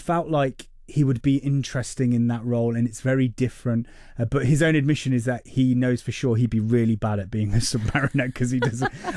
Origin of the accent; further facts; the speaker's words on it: Ireland; and also I'm an Irishman, and I was in the Royal Irish Regiment, so I cannot say you don't belong.